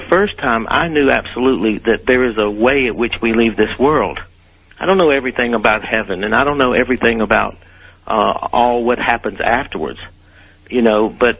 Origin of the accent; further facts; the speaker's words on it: Deep South, United States; I mean, I come from the Deep South. You know, everybody goes to hell down there